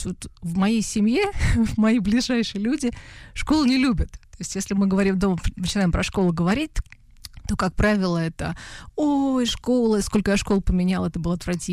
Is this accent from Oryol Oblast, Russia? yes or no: yes; Oryol Oblast, Russia; поскольку мы из Орловской области, то дом, музей писателя Ивана Сергеевича Тургенева, мы туда каждый год ходили в поход с классной руководительницей.